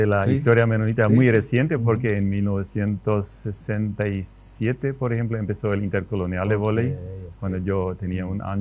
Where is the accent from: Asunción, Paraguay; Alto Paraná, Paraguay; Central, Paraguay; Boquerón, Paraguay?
Boquerón, Paraguay; Loma Plata; Yo nací en el Chaco, cerca de Loma Plata, y sigo viviendo en la misma aldea, en el mismo pueblo donde nací.